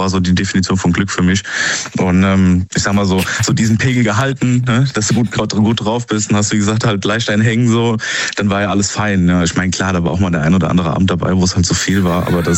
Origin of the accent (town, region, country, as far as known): Rhineland-Palatinate, Germany